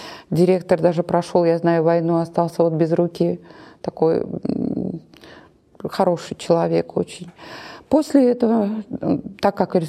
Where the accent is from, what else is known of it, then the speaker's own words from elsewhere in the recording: Nizhny Novgorod, Nizhny Novgorod Oblast, Russia; я родилась в Нижнем Новгороде, здесь.